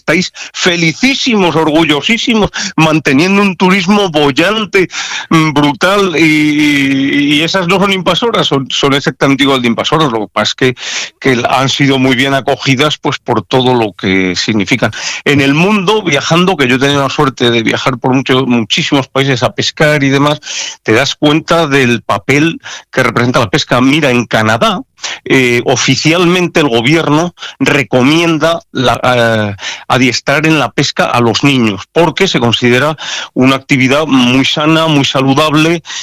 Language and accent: Spanish; Castile, Spain; tú y yo que somos castellanos